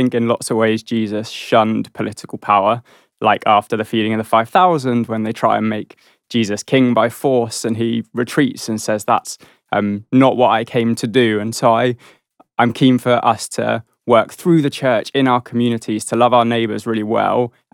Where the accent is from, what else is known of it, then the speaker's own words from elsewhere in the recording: England, United Kingdom; I love being English.